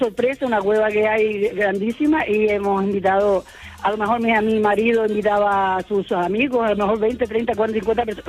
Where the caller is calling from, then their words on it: Canary Islands, Spain; Somos chicharreros del sur de Tenerife.